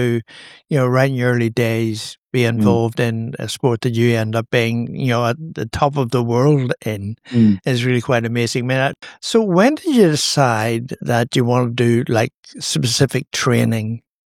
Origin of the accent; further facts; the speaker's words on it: Ireland; I'm not a pommy. I'm an Irishman.